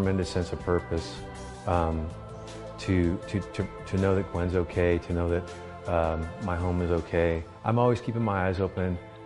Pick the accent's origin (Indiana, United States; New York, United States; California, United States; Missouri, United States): California, United States; San Diego; born there; I was born in San Diego, and that's out there on the very close to San Diego.